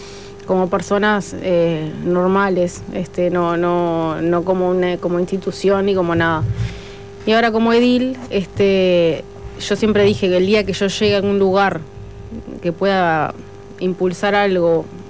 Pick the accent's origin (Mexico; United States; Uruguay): Uruguay; Maldonado; yo soy de Maldonado desde que nací, o sea, los barrios más o menos los conozco.